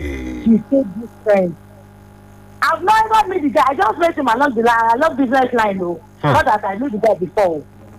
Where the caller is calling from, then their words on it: Nigeria; from Odoka.